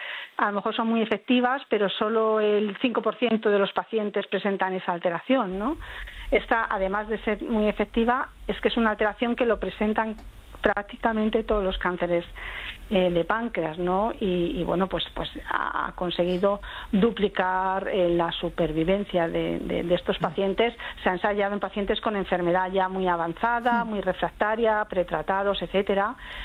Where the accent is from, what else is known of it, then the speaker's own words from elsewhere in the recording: Spain; yo soy de España, vivo en Madrid